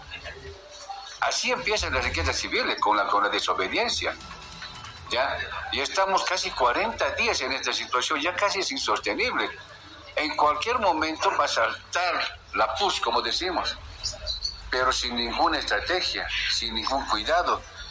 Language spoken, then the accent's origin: Spanish; Cochabamba, Bolivia; yo soy de Cochabamba.